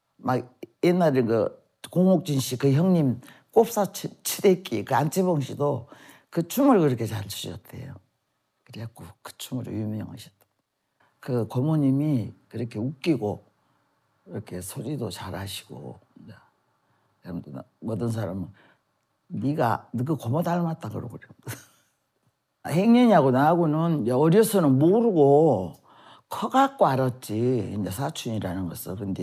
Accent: Mokpo, South Jeolla, South Korea; also born or lived in Naju; 제 고향은 나주고요. 43년 7월 4일 생일은 그렇게 하고 거기서 막 그 낳고 바로 목포로 나왔대요.

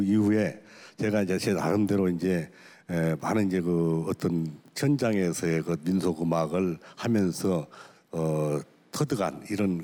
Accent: Damyang, South Jeolla, South Korea; 제가 태어난 곳도 대나무가 많은 전남 담양에서 태어났거든요. 제가 태어난 장소도 저희 집 울타리가 전부 대밭입니다.

